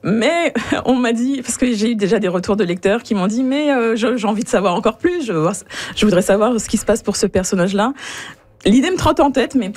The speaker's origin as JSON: {"language": "French", "country": "France", "said": "Bah, parce que je suis française"}